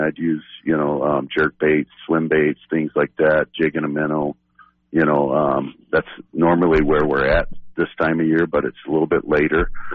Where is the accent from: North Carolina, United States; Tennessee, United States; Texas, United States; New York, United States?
Texas, United States; Well, I grew up in Texas, and I wanted to get back to saltwater fishing